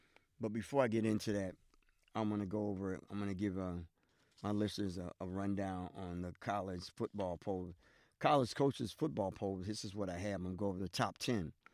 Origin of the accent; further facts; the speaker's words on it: New York City, New York, United States; now in Milwaukee, United States; I am a New Yorker, and we got a lot of faithful New York fans in Milwaukee and in all three sports, football, basketball, and baseball.